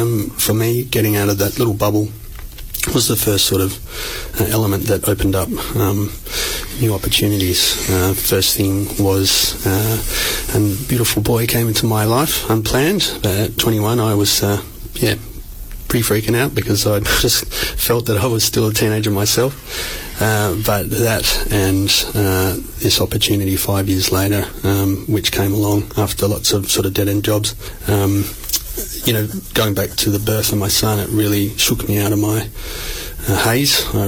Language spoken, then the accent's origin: English; Boyup Brook, Western Australia, Australia; moved away; Grew up in small country town, Balia. My parents are still down there. My sisters are still down there. My parents are still in a government-supported home. Growing up in Balia, with a population of about 200.